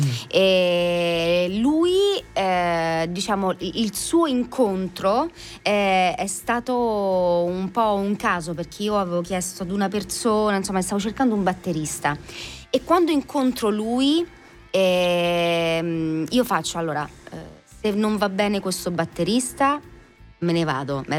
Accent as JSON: {"language": "Italian", "town": "Velletri", "region": "Lazio", "country": "Italy", "tie": "born there", "said": "io stavo andando da Velletri, dove sono nata, ad Aprilia"}